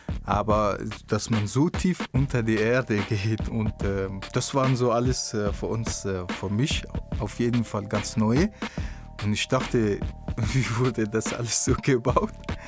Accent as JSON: {"language": "German", "country": "Afghanistan", "moved": "as an adult", "lives_now": "Germany", "said": "ich bin 27 Jahre alt. Ich bin aus Afghanistan vor 9 Jahren nach Deutschland gekommen."}